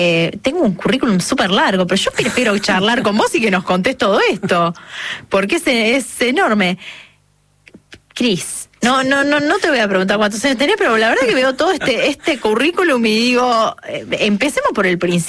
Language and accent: Spanish; Argentina